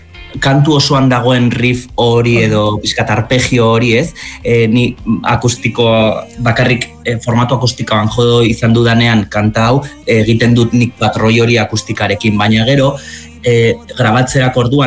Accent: Zubiri, Navarre, Spain; Bai, bueno, ni Zubirikoa naiz

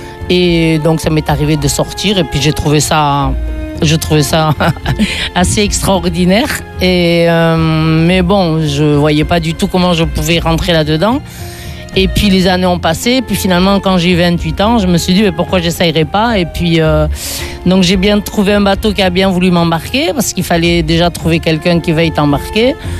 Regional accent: Saint-Jean-de-Luz, Nouvelle-Aquitaine, France; born there; Je suis né ici à Saint-Jean.

